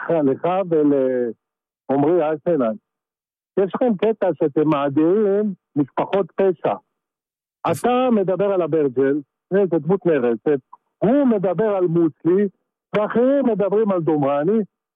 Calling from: Hadera, Haifa District, Israel; אני מחדרה

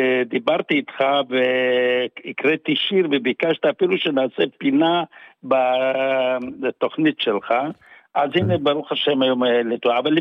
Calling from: Netanya, Central District, Israel

